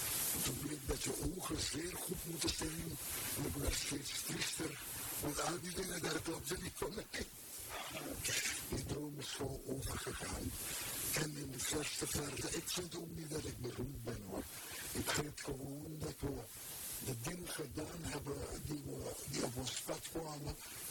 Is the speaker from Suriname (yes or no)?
yes; Paramaribo, Suriname; Jongen, ik ben geboren in Paramaribo, in het Slaans Hospitaal. Ik ben verwekt overwijld op Curaçao, of in Curaçao moet ik zeggen.